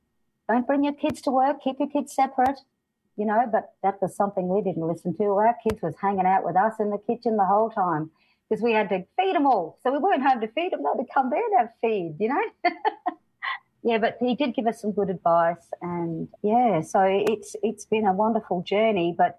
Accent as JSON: {"language": "English", "region": "Northern Territory", "country": "Australia", "tie": "born or raised there", "also_born_or_lived": "Darwin, Australia", "lives_now": "Alice Springs, Australia", "said": "I was born in Darwin but grew up a lot of my time in the desert."}